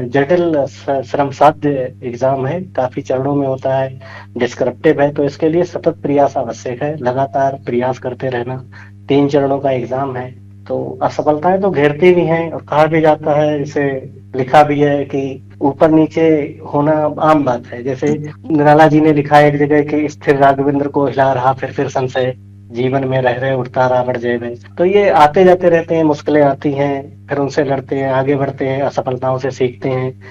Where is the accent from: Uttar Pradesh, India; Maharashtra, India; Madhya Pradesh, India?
Uttar Pradesh, India; Sabepur; मूल रूप से ये पीलीभीत जिले के बीसलपुर तहसील का साबेपुर का रहने वाला हूँ